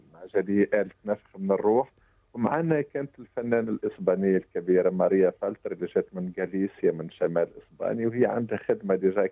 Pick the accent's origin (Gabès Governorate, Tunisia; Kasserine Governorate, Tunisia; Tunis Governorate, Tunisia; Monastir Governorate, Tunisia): Kasserine Governorate, Tunisia; Sbeitla; سبيت لمدينتي